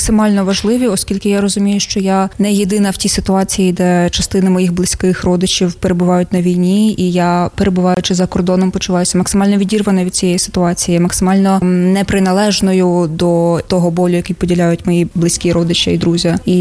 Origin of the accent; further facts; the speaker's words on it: Kyiv, Ukraine; moved away; я виросла в Києві